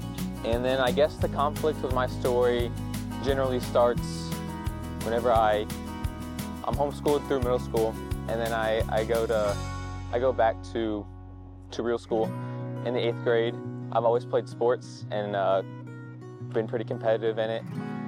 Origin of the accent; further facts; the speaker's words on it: Louisiana, United States; moved away as an adult; now in Ave Maria, United States; I'm from Louisiana, really close, big family. It was a blessing growing up.